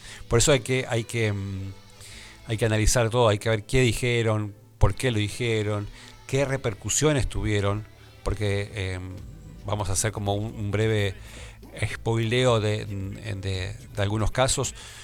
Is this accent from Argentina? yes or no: yes; Argentina